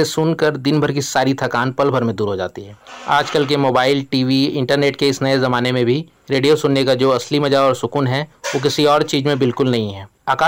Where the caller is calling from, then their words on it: Raigarh, Chhattisgarh, India; मैं रायगढ़ का रहने वाला हूं